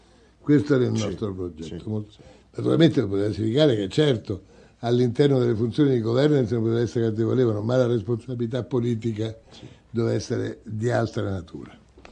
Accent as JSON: {"language": "Italian", "region": "Lazio", "country": "Italy", "said": "io sono del Frusinante, Marco è abruzzese, più o meno il dialetto è lo stesso, no?"}